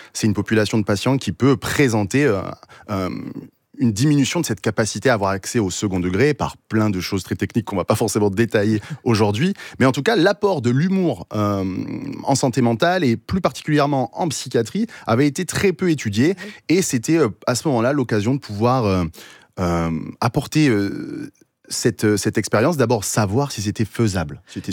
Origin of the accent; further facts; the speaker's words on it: Angoisse, Nouvelle-Aquitaine, France; Ouais, j'ai grandi à Angoisse.